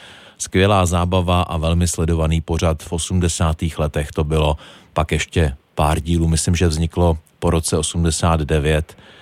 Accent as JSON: {"language": "Czech", "town": "Tábor", "region": "South Bohemian Region", "country": "Czechia", "said": "já jsem taky z Tábora"}